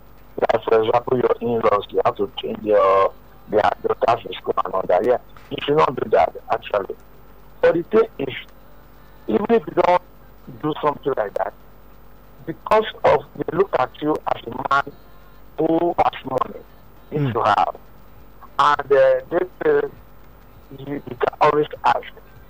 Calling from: Nigeria; I'm calling from Okpokome.

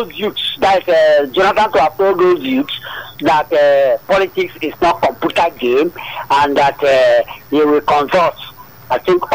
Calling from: Lagos, Nigeria; I'm calling from Ikotun in Lagos.

